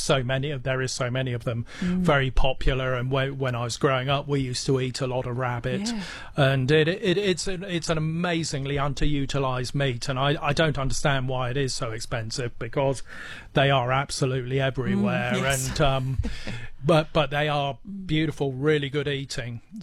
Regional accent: Wales, United Kingdom; born there; they're a bit like a Welsh cake, and I'm Welsh by descent, by birth and things

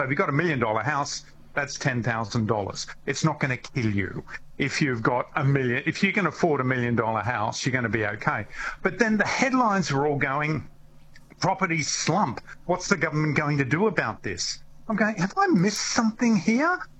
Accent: New South Wales, Australia; now in Victoria, Australia; I came from New South Wales.

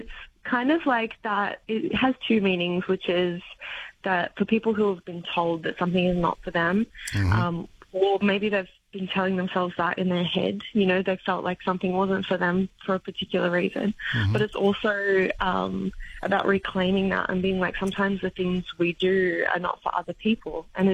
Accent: Blacktown, New South Wales, Australia; Like, I grew up in Blacktown. My mum was a Blacktown girl. My nan was a Blacktown girl.

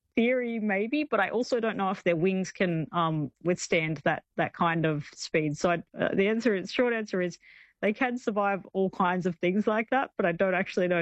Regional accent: Sydney, New South Wales, Australia; Now, I'm from Sydney, so I don't fully know what the climate is like in either of those areas.

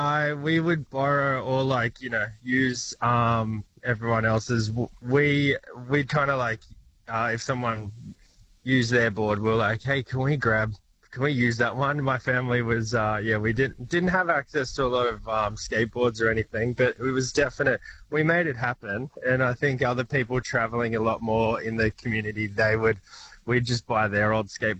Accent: Leeton, New South Wales, Australia; I suppose I grew up in Leeton and we didn't have a skate park.

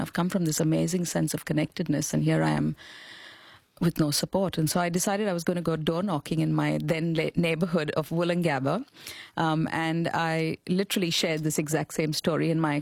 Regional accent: Mumbai, Maharashtra, India; I grew up in India in a really strong connected neighbourhood on the outskirts of Mumbai in a little suburb called Chembur, where literally 3-4 generations of families lived together.

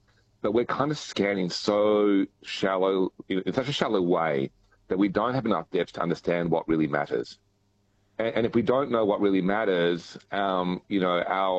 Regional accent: Perth, Western Australia, Australia; I grew up in Perth in WA

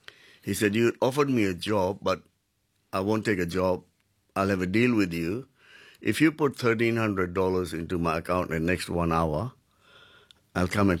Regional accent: India; now in Newcastle, Australia; Being Indian

